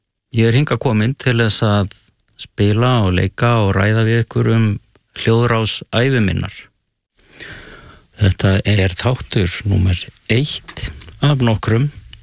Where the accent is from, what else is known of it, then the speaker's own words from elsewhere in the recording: Helsinki, Uusimaa, Finland; Ég er fæddur í Finnlandi og er svona kaldastríðsbarn.